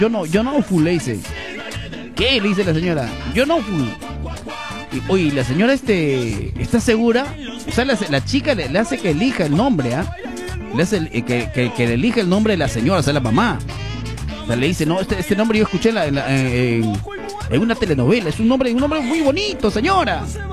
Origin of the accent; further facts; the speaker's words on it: Peru; así de locos somos todos los peruanos